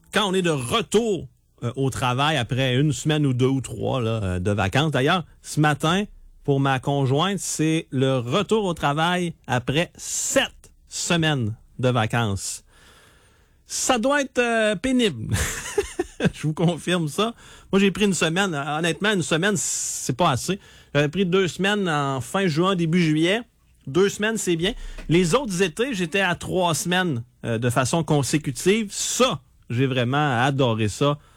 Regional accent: Thetford Mines, Quebec, Canada; à Thetford. Ça, c'est mon patelin, là, c'est mon chez-moi.

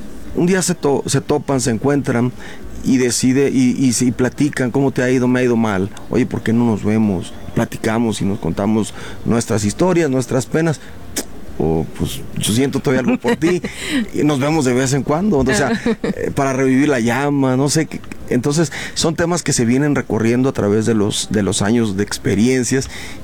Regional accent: El Conde, Nayarit, Mexico; moved away; also born or lived in Tepic; yo soy de un pueblo que se llama El Conde, que está a 45 minutos de la ciudad de Tepic. Me voy a estudiar a la ciudad de Tepic

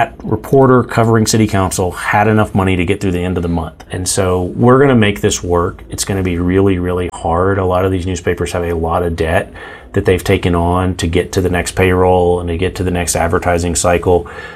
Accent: Albuquerque, New Mexico, United States; Like, I'm the Democrat from Albuquerque.

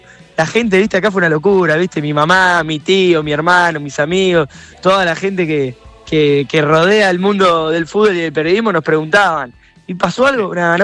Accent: Argentina; el argentino, y esto lo digo yo, siendo argentino, palabra autorizada

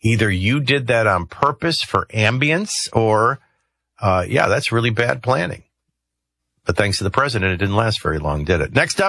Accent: Arlington Heights, Illinois, United States; also born or lived in New Orleans, United States; when we moved from Chicago, now I was in Arlington Heights, suburban Chicago. My elementary schools were beautiful and big. And really for 1970, they were as nice as you could fathom. And then we moved to New Orleans

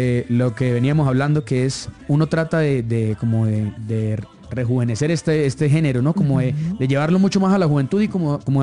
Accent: Cúcuta, Norte de Santander, Colombia

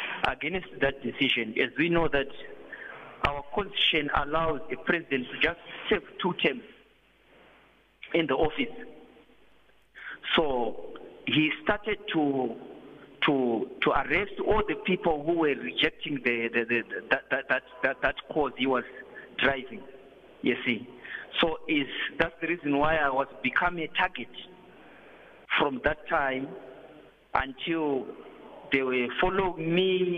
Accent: Zimbabwe; moved away as an adult; now in South Africa; I am a politician from Zimbabwe. I've been in politics for a long time ago, but I came here in South Africa 2017 after military coup, and I was staying here with my family.

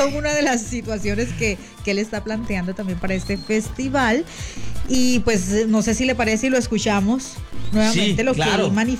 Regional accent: Caribbean coast, Colombia; nosotros somos costeños, nuestra cultura siempre es como muy mal pensadita

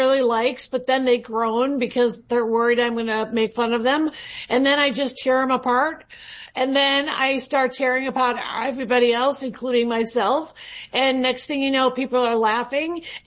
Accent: Chicago, Illinois, United States; moved away as an adult; Well, I'm from Chicago, so I was familiar with Second City

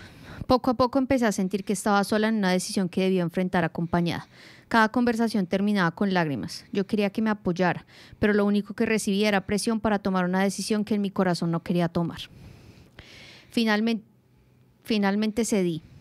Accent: Medellín, Antioquia, Colombia; now in Melbourne, Australia; Soy de Medellín y llegué a Melbourne en 2011. Conocí a Sebastián en mis primeros meses en Australia.

